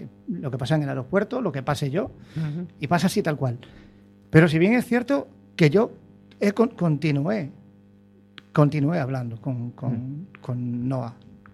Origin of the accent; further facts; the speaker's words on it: Baiona, Galicia, Spain; en mi zona de donde yo soy, en Bayona